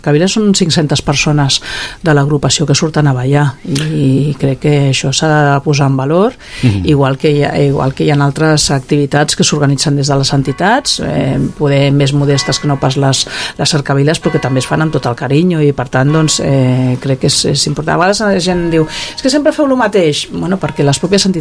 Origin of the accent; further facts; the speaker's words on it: Cubelles, Catalonia, Spain; els que som de Cubelles de tota la vida, jo la meva família no ve de pagès, però nosaltres no... Jo sempre dic que soc de Cubelles de tota la vida, però els meus pares no ho eren